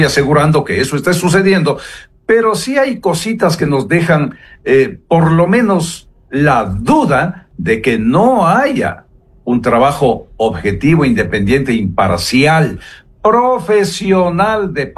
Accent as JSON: {"language": "Spanish", "country": "Ecuador", "said": "no solamente como abogado, sino como ecuatoriano, como el ecuatoriano de la calle"}